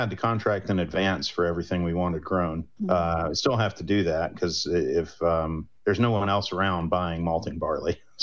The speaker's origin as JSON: {"language": "English", "town": "Salisbury", "region": "North Carolina", "country": "United States", "tie": "born or raised there", "said": "I'm from Salisbury, which is right in North Carolina's grain belt"}